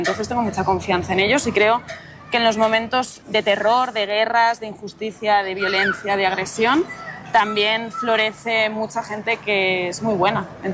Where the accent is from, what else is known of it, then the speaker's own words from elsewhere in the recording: Segovia, Castile and León, Spain; yo soy de Segovia.